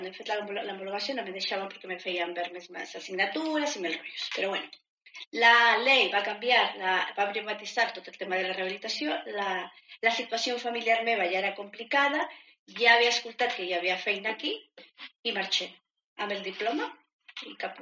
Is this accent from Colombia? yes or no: yes; Bogotá, Colombia; Catalan is a second language; moved away as an adult; now in Catalonia, Spain; soc de Colòmbia, de Bogotà, porto a Catalunya 21 anys. Jo vaig arribar aquí el dia de Sant Joan del 2001.